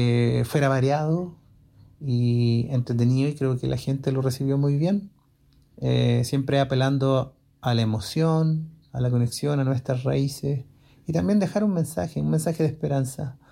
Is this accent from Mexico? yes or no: no; Chile; Nosotros, que somos de un país que está en un rincón del mundo, somos del Cono Sur, está la cordillera, el mar, tenemos nuestra visión particular.